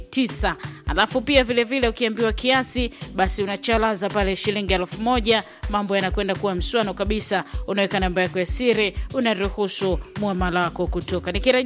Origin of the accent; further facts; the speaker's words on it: Dodoma, Tanzania; Natokea Dodoma, usihofie kwa sababu mimi natokea Dodoma, siwezi kuuliza swali.